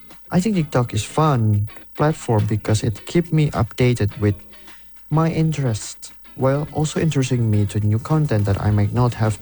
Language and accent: English; Surakarta, Central Java, Indonesia; English is a second language; Hello teman Pro 2 … I'm from Surakarta.